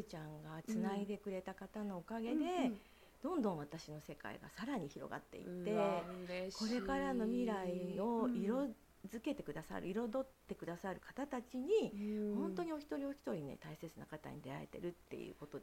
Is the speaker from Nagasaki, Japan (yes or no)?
no; Futaba, Fukushima, Japan; moved away; 福島県の双葉町出身なので、まあ本当に津波は免れたんだけれども、もう家族全員が被爆していて